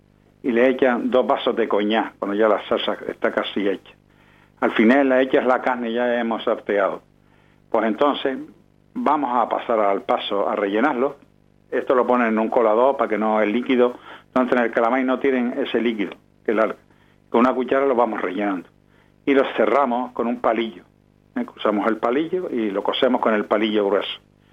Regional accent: Canary Islands, Spain

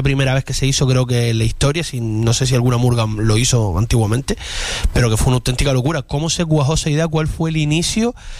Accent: Las Palmas de Gran Canaria, Canary Islands, Spain; yo soy de Las Palmas, soy de aquí

